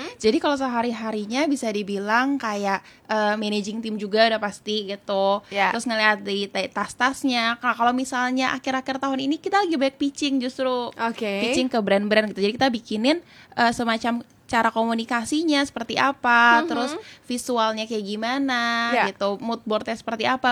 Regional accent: Tangerang, Banten, Indonesia; aku usianya tahun ini 26 tahun, dan kita, aku berasal dari BSD City, jadi gak jauh ya dari kantor Heartline.

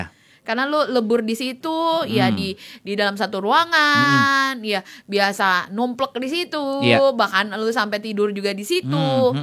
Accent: Surakarta, Central Java, Indonesia; Padahal casingnya doang kayak orang Sumatera mah. Aslinya mah kita mau Wong Solo

